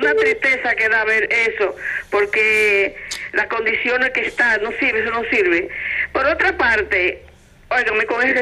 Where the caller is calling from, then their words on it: Dominican Republic; Como dominicana que soy